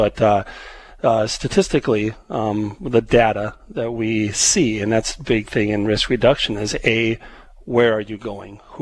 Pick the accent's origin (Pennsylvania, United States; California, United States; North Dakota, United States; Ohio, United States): North Dakota, United States; Arthur; And I'm local. I grew up out in the Arthur area.